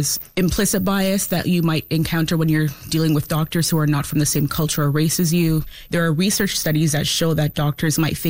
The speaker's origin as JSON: {"language": "English", "town": "Toronto", "region": "Ontario", "country": "Canada", "moved": "yes", "lives_now": "Halifax, Canada", "said": "I'm from Toronto, where the options for Black healthcare providers are greater than they are in Halifax."}